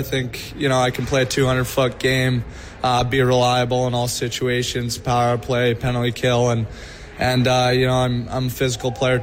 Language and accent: English; Saskatoon, Saskatchewan, Canada; Yeah, I grew up in Saskatoon. I played minor hockey there and then, you know, played Saskatoon Blazers. That's where I played AAA.